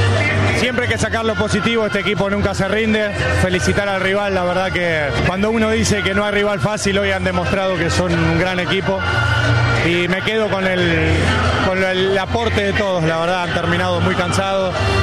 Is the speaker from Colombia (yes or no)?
no; Argentina